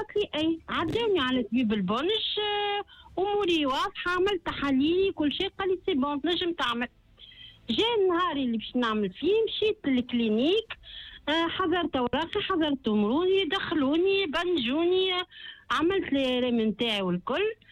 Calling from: Tunisia; انا مواطنه تونسيه

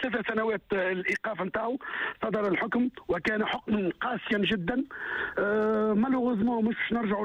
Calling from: France; تحيه من الاعماق من فرنسا بالتحديد

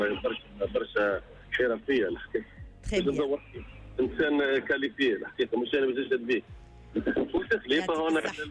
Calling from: Sousse, Sousse Governorate, Tunisia

